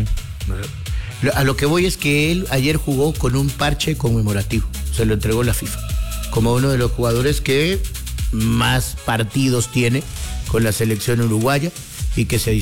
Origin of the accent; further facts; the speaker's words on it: Honduras; Si vos sos de Guatemala, yo soy de Honduras y Saca es de Costa Rica, es tu problema.